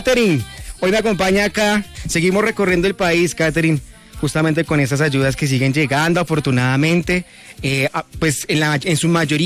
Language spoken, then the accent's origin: Spanish; Colombia; este sentido humano que tenemos como colombianos